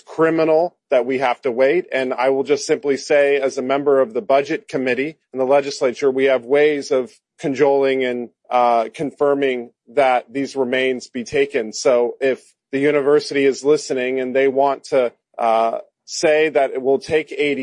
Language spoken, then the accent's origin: English; Silicon Valley, California, United States; I come from Silicon Valley and originally part of the Muwekma Ohlone.